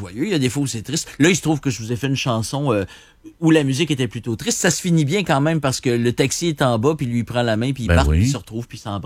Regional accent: Trois-Rivières, Quebec, Canada; now in Quebec City, Canada; La première fois que je suis arrivé à Québec, moi, je suis originaire de Cap-de-la-Madeleine, à côté de Trois-Rivières.

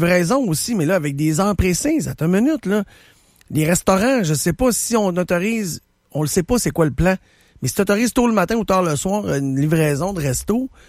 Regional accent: Quebec, Canada; En tant que Québécois

